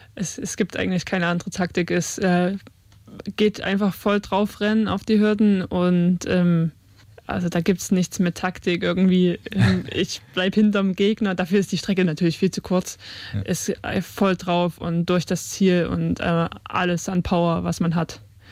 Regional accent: Chemnitz, Saxony, Germany; born there; moved away as an adult; now in Leipzig, Germany; Ich bin noch in der DDR geboren und in Karl-Marx-Stadt.

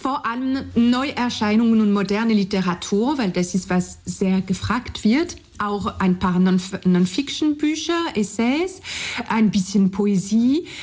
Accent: France; German is a second language; moved away as an adult; now in Leipzig, Germany

